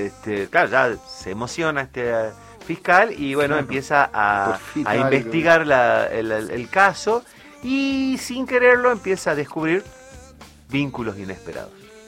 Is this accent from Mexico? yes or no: no; Argentina; Porque no creo que a nosotros nos ven representados porque somos argentinos, creo.